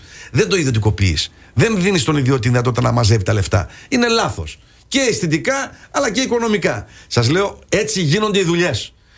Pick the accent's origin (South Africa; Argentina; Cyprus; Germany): Germany; now in Greece; γιατί εγώ μεγάλωσα στη Γερμανία, γνωρίζω τη Γερμανία αρκετά καλά